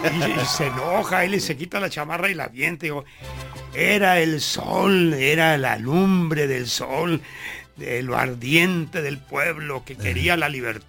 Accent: Jalisco, Mexico; Yo nací, crecí. En el estado de Jalisco, la cuna del mariachi.

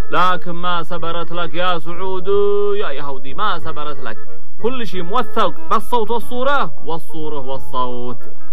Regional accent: Yemen; بلادنا اليمن

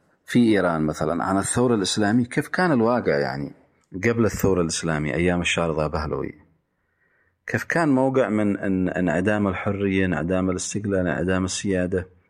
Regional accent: Yemen; مثلا 26 سبتمبر عندنا في اليمن،

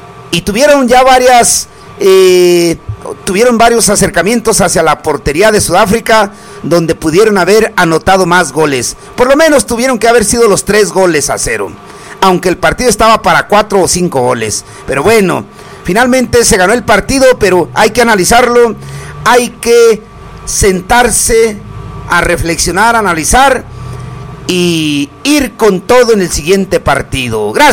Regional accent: Mexico; Uno como mexicano siempre puede más.

